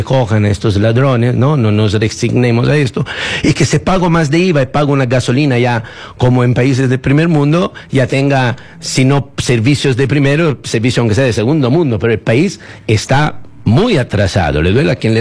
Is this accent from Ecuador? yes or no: yes; Ecuador; yo soy un ecuatoriano